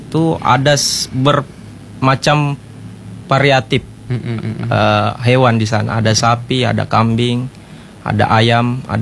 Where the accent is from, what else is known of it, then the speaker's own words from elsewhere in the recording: Sulawesi, Indonesia; Kami orang Sulawesi